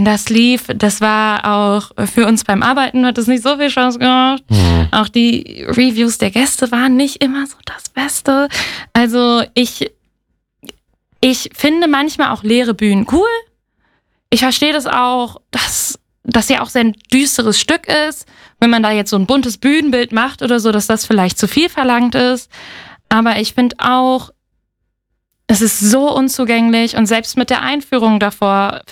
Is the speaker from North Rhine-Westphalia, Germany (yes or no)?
yes; Unna, North Rhine-Westphalia, Germany; Das gibt es in Unna, meiner Heimatstadt.